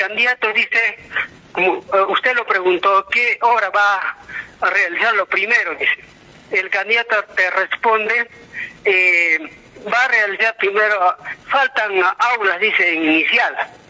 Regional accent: Puno, Peru; Soy conocedor y soy poblador de Cuturapi, conozco la realidad.

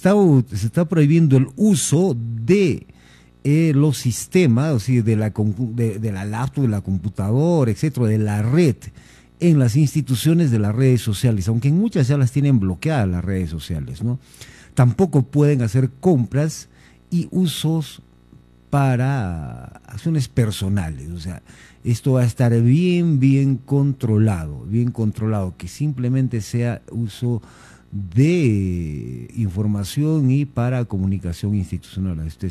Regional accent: Abancay, Apurímac, Peru; Abancay. ¡Wow! Mi tierra linda

